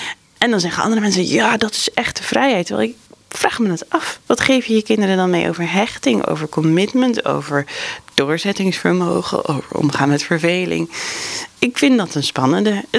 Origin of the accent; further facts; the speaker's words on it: Amsterdam, North Holland, Netherlands; moved away; ik kom uit Amsterdam en daar is het ook heel leuk.